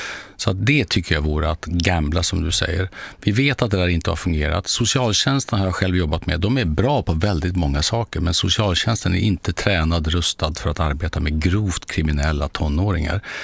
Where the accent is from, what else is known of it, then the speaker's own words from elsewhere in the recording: Eskilstuna, Södermanland, Sweden; moved away; Jag var i min gamla hemstad Eskilstuna här om veckan.